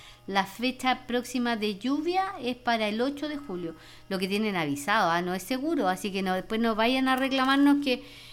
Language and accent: Spanish; Chile; nosotros como chilenos tenemos cultura sísmica